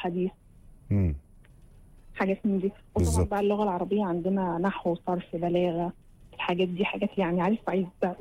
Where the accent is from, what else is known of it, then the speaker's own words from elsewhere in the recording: Zagazig, Sharqia Governorate, Egypt; أنا أصلا من الزقازيق،